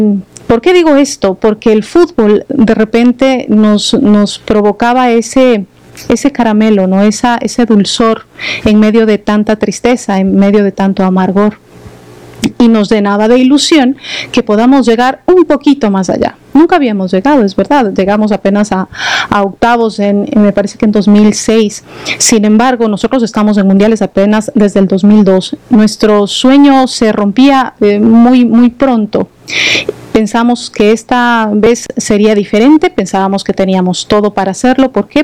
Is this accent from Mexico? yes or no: no; Ecuador; lo emocionada que estaba como ecuatoriana